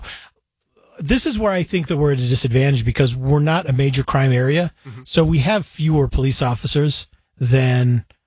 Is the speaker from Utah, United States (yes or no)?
yes; Salt Lake City, Utah, United States; maybe this is just me defending my hometown